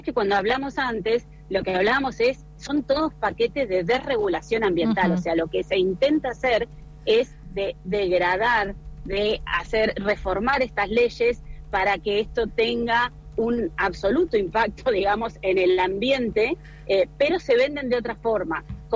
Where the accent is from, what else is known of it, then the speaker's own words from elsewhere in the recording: Chubut, Argentina; Nosotros que somos de la Patagonia y ahí en Chubut sabemos lo que significan los incendios forestales